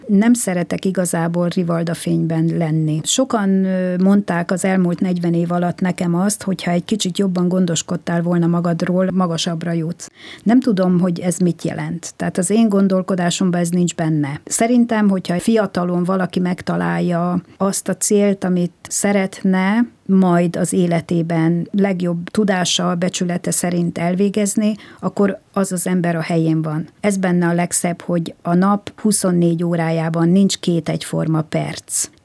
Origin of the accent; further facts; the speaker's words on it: Mezőtúr, Jász-Nagykun-Szolnok, Hungary; born there; Ez a 63-as év, ez egy nagyon jó évjárat volt, és a Szenteste én születtem egyedül a Mezőtúri kórházban este 7 órakor.